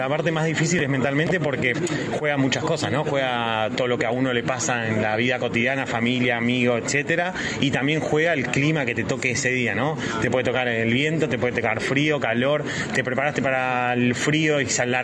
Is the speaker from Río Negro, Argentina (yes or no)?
yes; Dina Huapi, Río Negro, Argentina; yo soy de Dinahuapi, Bariloche, mucho frío, nieve